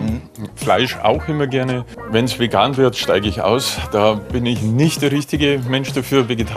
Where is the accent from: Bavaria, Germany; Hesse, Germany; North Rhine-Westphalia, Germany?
Bavaria, Germany; born there; accent: Bavarian; now in near Dresden, Germany; Ich bin geboren in Bayern, wie man hört. Ich bin 60 Jahre alt, arbeite in der Nähe von Dresden.